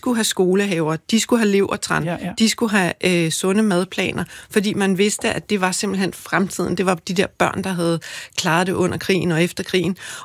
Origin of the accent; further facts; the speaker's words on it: Zealand, Denmark; Jeg er vokset op på Sydsjælland, på landet